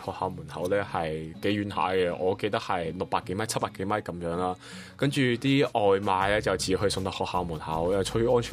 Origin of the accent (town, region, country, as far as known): Macau